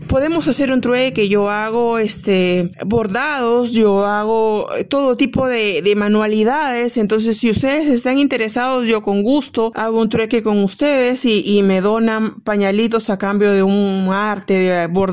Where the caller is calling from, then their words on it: Piura, Peru; yo soy de Piura, viajar hasta Lima requiere un montón de plata